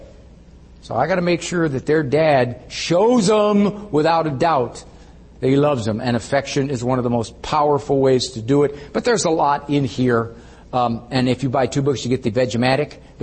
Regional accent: Cleveland, Ohio, United States; Actually, I'm from Cleveland. And so Cleveland sports fans are 90% scar tissue.

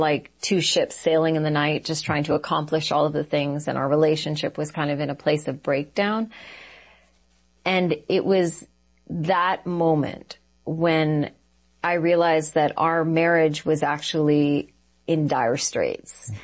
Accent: Texas, United States; born or raised there; also born or lived in Calgary, Canada / Sri Lanka

